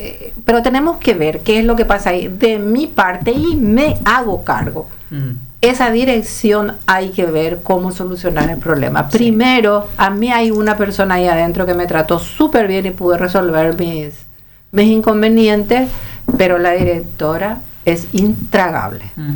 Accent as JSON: {"language": "Spanish", "town": "Lambaré", "region": "Central", "country": "Paraguay", "said": "soy de Lambaré."}